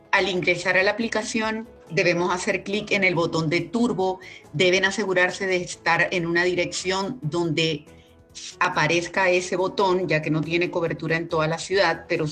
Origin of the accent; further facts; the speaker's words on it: Venezuela; moved away as an adult; now in Colombia; como venezolana que vive en Colombia desde hace 12 años